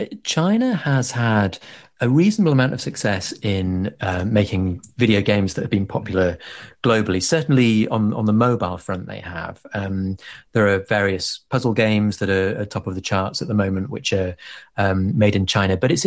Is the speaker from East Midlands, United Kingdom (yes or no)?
no; Leeds, Yorkshire and the Humber, United Kingdom; born or raised there